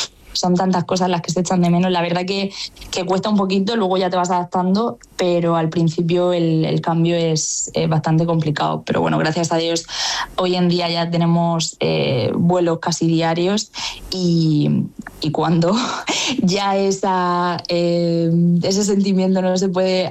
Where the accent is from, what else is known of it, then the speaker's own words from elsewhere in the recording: Region of Murcia, Spain; las 11 personas que formamos parte del equipo que toman las decisiones y demás, sí que somos murcianos